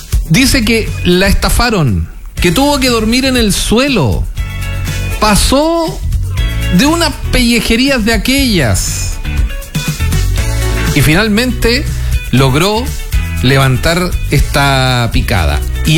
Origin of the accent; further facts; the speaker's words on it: Chile; Esa es la razón de por qué nosotros tenemos un acento que es muy parecido a lo que pasa y lo que sucede en Andalucía y en las Islas Canarias.